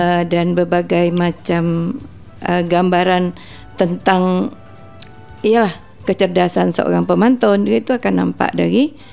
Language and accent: Indonesian; Riau Islands, Indonesia; daerah kita Melayu yang Kepulauan Riau